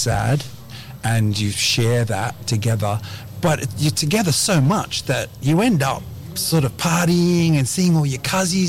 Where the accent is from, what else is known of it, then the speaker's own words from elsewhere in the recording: Sydney, New South Wales, Australia; I grew up on Botany Bay, and I grew up as a teenager, like on the coast here, like on all the beaches.